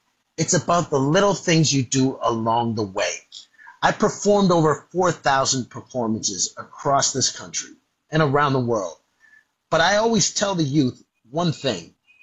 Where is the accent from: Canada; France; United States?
Canada; But I would always like to think, as a Canadian, you always are humble and you're always kind to everyone.